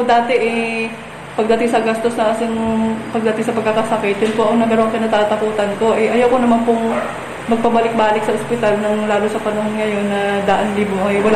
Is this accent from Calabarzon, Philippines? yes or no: no; Calapan, Mimaropa, Philippines; ho ng Bayanan Uno.